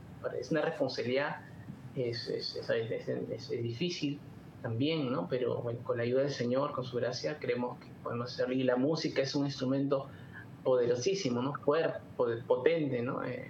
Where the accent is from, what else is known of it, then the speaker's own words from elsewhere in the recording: Peru; Como en Perú nos gusta mucho el fútbol, a veces no vamos mucho al mundial como quisiéramos, pero nos gusta mucho de fútbol.